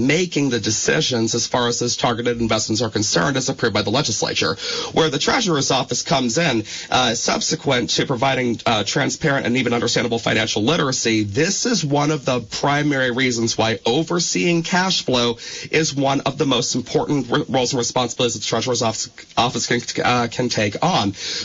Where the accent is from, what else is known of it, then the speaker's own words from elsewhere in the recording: Rutland, Vermont, United States; my hometown of Rutland County.